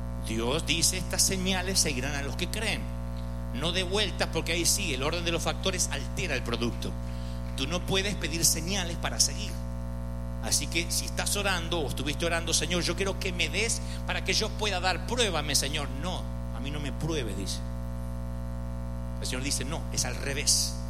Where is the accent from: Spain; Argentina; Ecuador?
Argentina; soy argentino